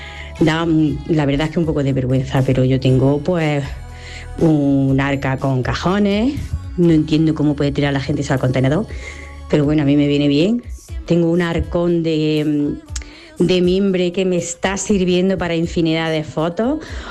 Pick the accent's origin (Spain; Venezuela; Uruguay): Spain; Úbeda, Andalusia; de Úbeda, tengo un estudio de fotografía.